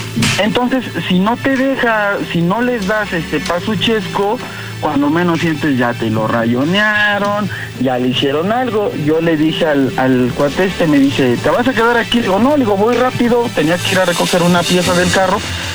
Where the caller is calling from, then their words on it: Mexico City, Mexico; De la CDMX.